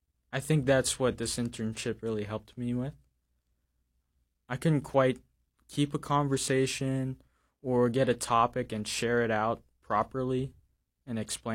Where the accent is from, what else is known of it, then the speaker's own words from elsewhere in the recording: Juneau, Alaska, United States; born and raised in Juneau